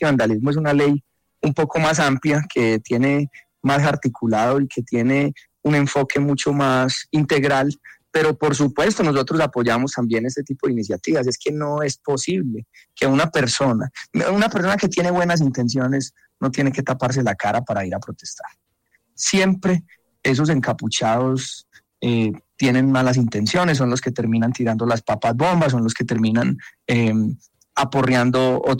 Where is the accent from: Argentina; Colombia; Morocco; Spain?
Colombia; Medellín, Antioquia; Yo soy de Antioquia, una de las regiones más afectadas por la violencia en este país. Soy de Medellín, una ciudad donde opera el 43% del crimen organizado de Colombia.